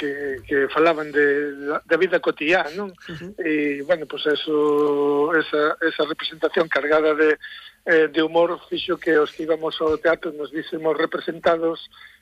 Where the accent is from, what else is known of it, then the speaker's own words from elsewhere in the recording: A Pobra do Brollón, Galicia, Spain; Eu creo que todos os que somos da Pobra de Grullón, pois recordar os cómicos de Salcedo